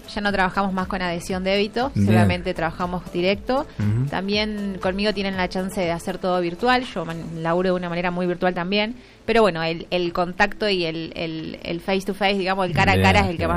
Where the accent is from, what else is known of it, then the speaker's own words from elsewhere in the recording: Neuquén, Argentina; Soy neuquina, la empresa es neuquina, ¿sí? Estamos en Neuquén Capital